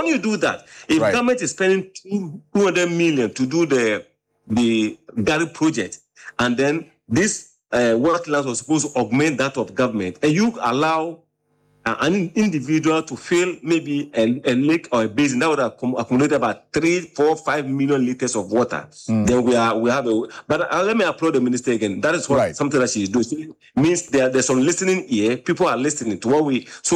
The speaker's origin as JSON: {"language": "English", "town": "Accra", "region": "Greater Accra", "country": "Ghana", "tie": "born or raised there", "said": "I grew up in Bema Camp."}